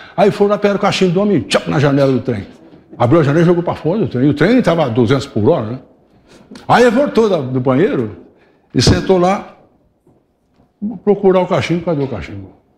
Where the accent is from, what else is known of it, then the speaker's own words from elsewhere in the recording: São Joaquim da Barra, São Paulo, Brazil; o trem chegou em São Joaquim da Barra, que é a minha terra. O trem parou lá, que era Mogiana, vinha de Uberlândia. Parou o trem lá e a minha terra era a terra da banana